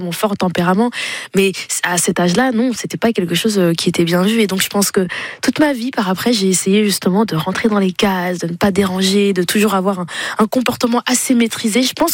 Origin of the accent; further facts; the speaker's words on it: Flanders, Belgium; moi j'ai grandi en Flandre, donc la partie flamande de la Belgique.